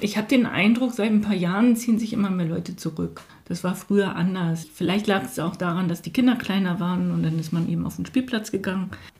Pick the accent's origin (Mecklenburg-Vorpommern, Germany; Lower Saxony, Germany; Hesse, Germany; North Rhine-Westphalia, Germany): Lower Saxony, Germany; born there; moved away; Ich bin ständig unterwegs gewesen. Also meine längste Zeit, dass ich irgendwo wohne, ist wirklich Doebes. Und geboren bin ich in Ostfriesland.